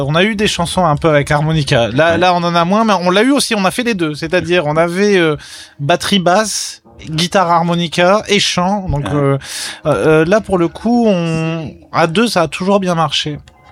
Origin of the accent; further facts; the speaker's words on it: France; Et puis aussi, nous, en tant que français